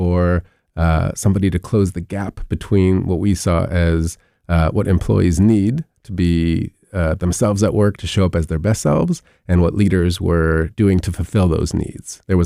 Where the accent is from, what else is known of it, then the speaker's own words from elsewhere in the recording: California, United States; moved away as an adult; now in Madison, United States; I'm originally from California and moved here to Wisconsin about 10 years ago when my husband started his residency in emergency medicine at UW. And after he ended, we decided to stay here.